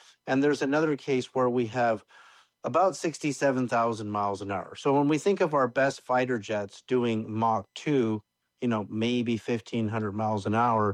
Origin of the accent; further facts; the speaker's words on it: Bay Area, California, United States; born there; moved away; also born or lived in Canada; dad moved from Alberta, Canada, to Berkeley in the early 60s. So I grew up in the Bay Area, actually.